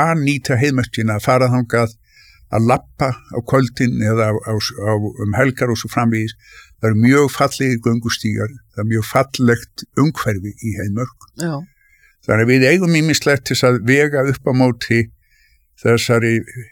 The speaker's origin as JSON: {"language": "Icelandic", "town": "Reykjavík", "region": "Capital Region", "country": "Iceland", "tie": "born or raised there", "said": "ég fættist 1949 og ég óks upp töflert mikið í Norðumýrinni."}